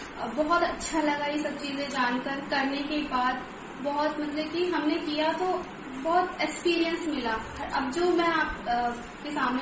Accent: Delhi, India; और मैं दिल्ली से हूँ।

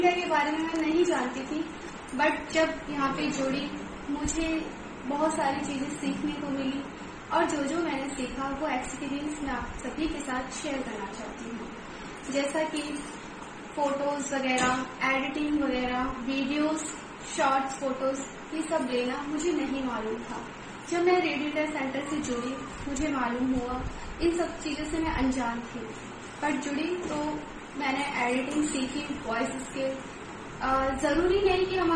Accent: Delhi, India; नमस्कार दोस्तों … और मैं दिल्ली से हूँ।

